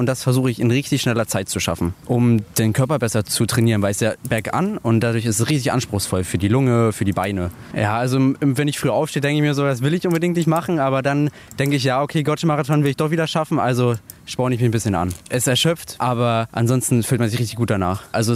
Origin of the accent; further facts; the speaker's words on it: Wolfen, Saxony-Anhalt, Germany; ich komme aus Wolfen